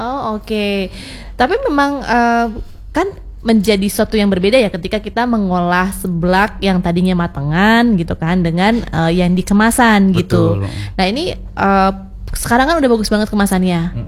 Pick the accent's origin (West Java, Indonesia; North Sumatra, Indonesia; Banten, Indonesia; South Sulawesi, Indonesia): West Java, Indonesia; Oh, saya juga asli Sunda.